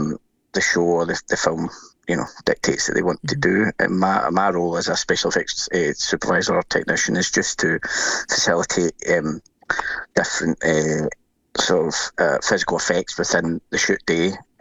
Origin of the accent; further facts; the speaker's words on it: Glasgow, Scotland, United Kingdom; as someone who's born and bred in Glasgow, to be working in the city I was born and grew up